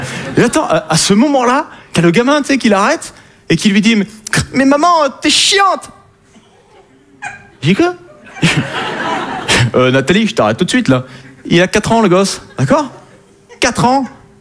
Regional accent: south of France, France; Hein, je viens du sud de la France.

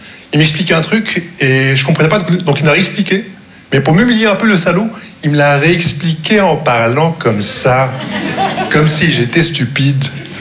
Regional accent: Casablanca, Casablanca-Settat, Morocco; first language Arabic; French is a second language; Je viens de Casablanca et je parle comme si je venais du 16e. Le siècle, même pas l'arrondissement

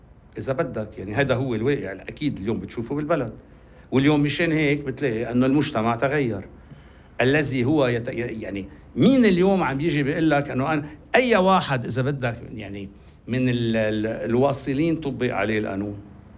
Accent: Lebanon

